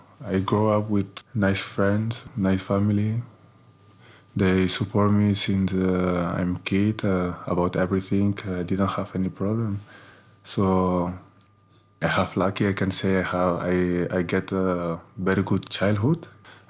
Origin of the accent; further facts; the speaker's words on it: Catalonia, Spain; English is a second language; my hometown is in Catalonia. It's like close to Barcelona, like 1 hour to Barcelona.